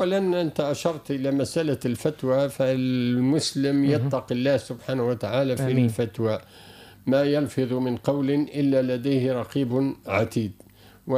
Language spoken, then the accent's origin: Arabic; Bizerte, Bizerte Governorate, Tunisia; لأن مثلا نحن عندنا في بنزرت ما زال لن تتدلوا لهنا نحن نقعد 3 دقائق تقريبا